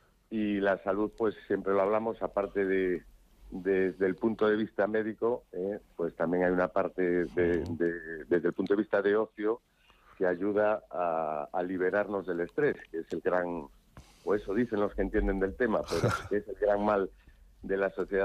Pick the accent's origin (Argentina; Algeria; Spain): Spain; Galicia